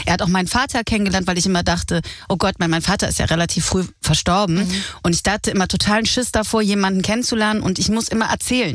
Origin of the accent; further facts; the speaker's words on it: Cologne, North Rhine-Westphalia, Germany; Wir sind in der gleichen Stadt, wir sind alle in Köln im gleichen Dorf groß geworden.